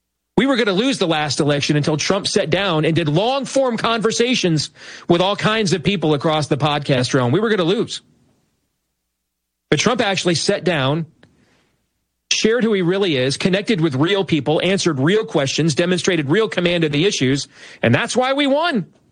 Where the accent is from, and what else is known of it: Iowa, United States